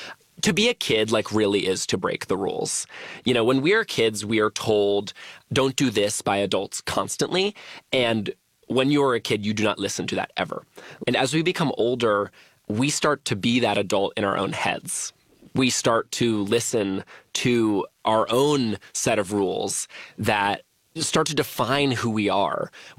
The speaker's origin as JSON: {"language": "English", "region": "London", "country": "United Kingdom", "said": "I'm from London."}